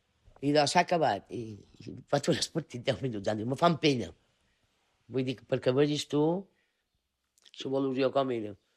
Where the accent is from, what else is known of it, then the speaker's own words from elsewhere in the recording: Bunyola, Balearic Islands, Spain; Jo som molt de Bunyola.